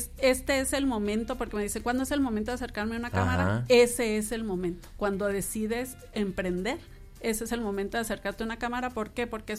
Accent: Mexico; Y como buenos mexicanos

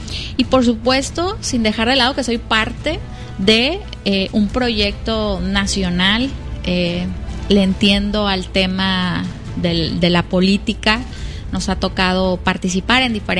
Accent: Culiacán, Sinaloa, Mexico; saben que soy de Culiacán, saben que estoy trabajando conforme a lo que nos han pedido en territorio

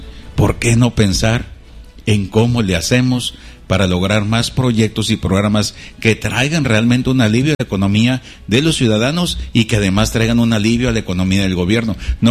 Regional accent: Culiacán, Sinaloa, Mexico

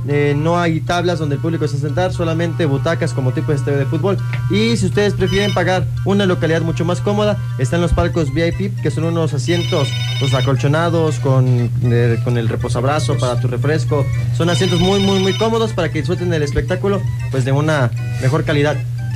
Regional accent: Lima, Peru; nosotros los payasos somos de Lima, Perú.

